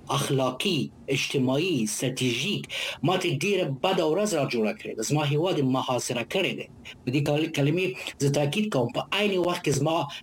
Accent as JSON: {"language": "Pashto", "country": "Afghanistan", "said": "هغه څه چې ارتباط نیسي افغانستان او دغه کړکېچ زما هیواد متاسفانه زما وطن په داسې یو حالت کې دی"}